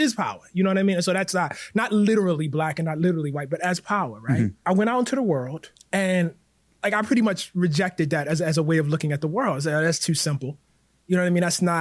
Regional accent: Baltimore, Maryland, United States; the neighborhood that I grew up in West Baltimore, on the West Bank

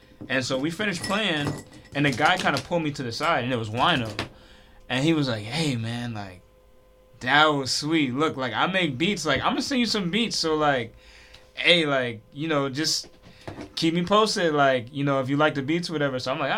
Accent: West Bank, Palestine; I'm from the West Bank, and I've been making music for a while.

